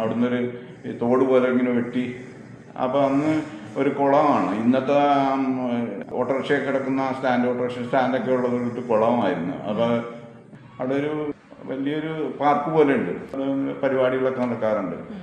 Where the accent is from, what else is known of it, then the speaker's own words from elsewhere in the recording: Kanjiramattom, Kerala, India; ഞാൻ കാഞ്ഞിരമറ്റം സ്വദേശിയാണ്.